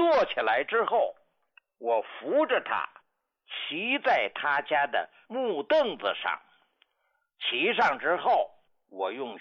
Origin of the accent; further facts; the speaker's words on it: Beijing, China; 知道我是从北京来的中医大夫